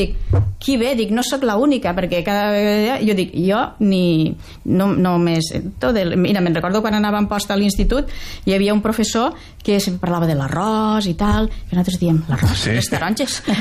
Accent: Vinaròs, Valencian Community, Spain; jo també sóc de Vinaròs

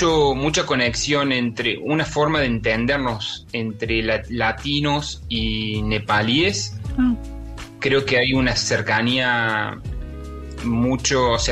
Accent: Argentina; Y tuve la suerte de ser argentino y de poder quedarme dos noches en el campo base

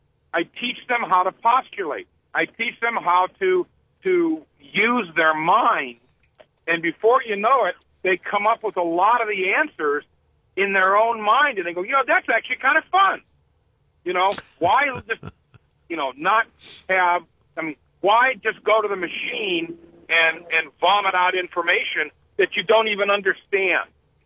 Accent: United States

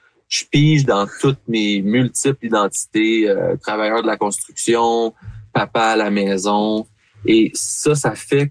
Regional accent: Gatineau, Quebec, Canada; also born or lived in Ottawa; Moi, je suis né à Ottawa. Mon père vient de Sudbury, grande famille franco-ontarienne. Okay. Ma mère vient de la rive sud de Montréal, donc famille francophone. Mais pour ma part, d'avoir grandi à Gatineau, d'être issu d'une famille franco-ontarienne.

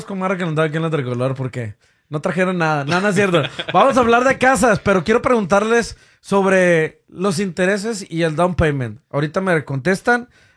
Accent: Mexico; moved away; yo soy bien paisa, ¿no? O sea, me veo paisa, hablo paisa, soy paisa, güey.

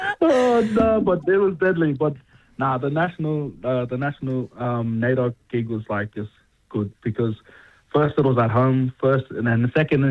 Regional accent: Alice Springs, Northern Territory, Australia; but I'm from Alice Springs.

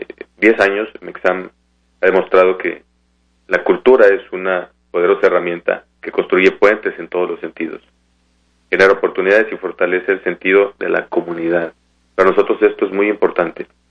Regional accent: Mexico; now in Seattle, United States; todos somos representantes de México

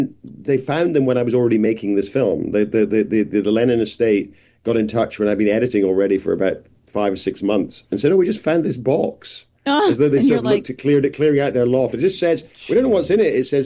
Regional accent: United Kingdom; Well, I'm British, so I'm not really sure what that means, but it sounds good.

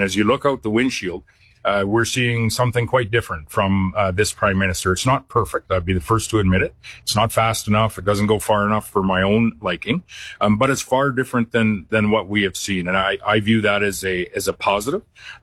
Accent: Canada; I'm not Alberton, but I am a Canadian, and I am a leader of a province that's adjacent

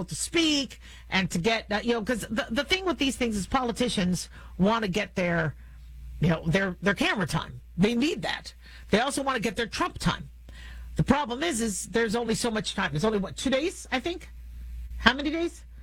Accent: United States; I'm American. I'm not Republican. I'm not Democrat. I'm American.

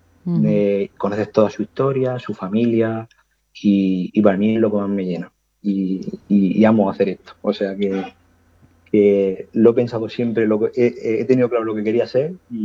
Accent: Abarán, Region of Murcia, Spain; moved away as an adult; now in Vega Baja, Spain; yo soy de Abarán, pero de una pedanía muy chiquitina que se llama Casablanca, una pedanía de Abarán. Y somos un censo de 24 habitantes y casi 13 son de mi familia, o sea que somos una aldea muy chiquitina

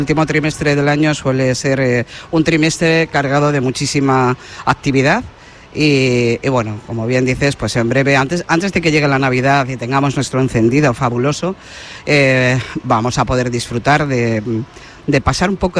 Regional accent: Levante, Spain; now in A Coruña, Spain; Sí, sí, de Levante, de Levante.

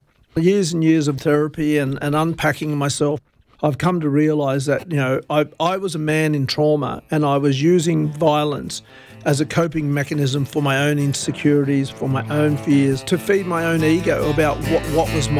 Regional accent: Wilcannia, New South Wales, Australia; born or raised there

